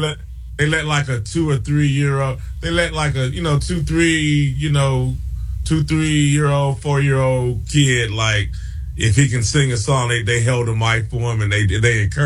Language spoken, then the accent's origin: English; Mobile, Alabama, United States; also born or lived in Los Angeles; Around 5 years old, my mom, she got real sick, and, you know, my dad didn't want her to, you know, die on his watch, and so he sent her back to Mobile, Alabama, and I had to go with her.